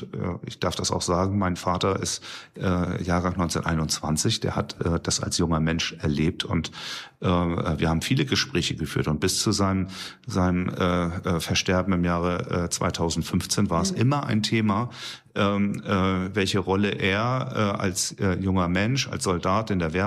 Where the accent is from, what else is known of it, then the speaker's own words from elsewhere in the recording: Ratzeburg, Schleswig-Holstein, Germany; dann wird man das bei uns in Ratzeburg im Burgtheater sehen können.